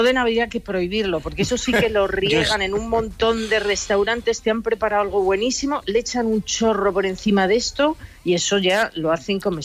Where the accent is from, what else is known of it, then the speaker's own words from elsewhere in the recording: Castile, Spain; para los que somos castellanos